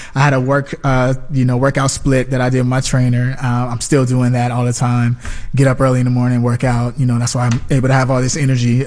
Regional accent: Chicago, Illinois, United States; moved away; I got to do Chicago, you know, my hometown

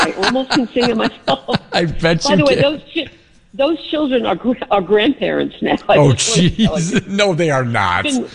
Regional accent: Bronx, New York, United States; accent: Bronx; Can you tell that I have a Bronx accent?

